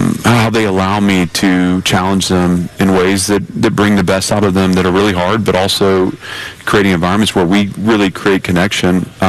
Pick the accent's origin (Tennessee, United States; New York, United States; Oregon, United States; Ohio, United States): Tennessee, United States; Nashville; Nashville's my hometown.